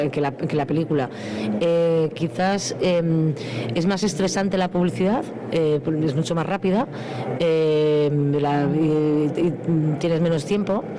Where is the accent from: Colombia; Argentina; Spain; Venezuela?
Spain; Madrid, Community of Madrid; Pues mira, yo vengo de Madrid